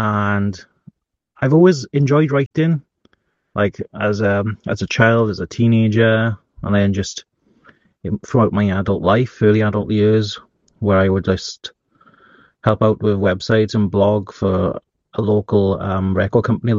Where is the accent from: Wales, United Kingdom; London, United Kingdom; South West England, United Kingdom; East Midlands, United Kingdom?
Wales, United Kingdom; Aberdeen; I am an author from Aberdeen, South Wales.